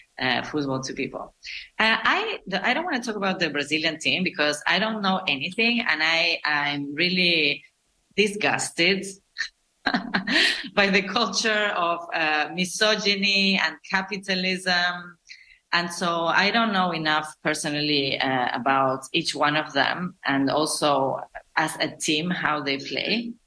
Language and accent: English; Argentina; moved away; I was from Argentina